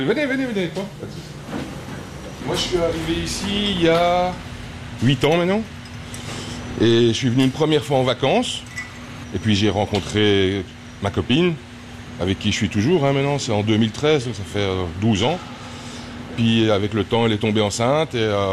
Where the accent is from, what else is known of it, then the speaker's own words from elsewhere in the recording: Belgium; now in Thailand; Moi, je suis belge, donc je fais beaucoup de frites au restaurant.